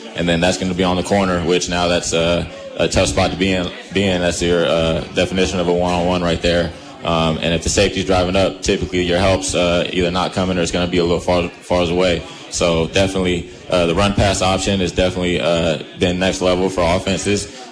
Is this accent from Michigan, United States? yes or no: no; San Jose, California, United States; moved away; I am from California as well, San Jose.